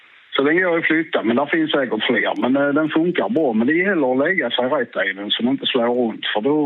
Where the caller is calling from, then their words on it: Skåne, Sweden; Mitt är i centrala Skåne, lite norr om Hur. Så det är ganska precis mitten av Skåne.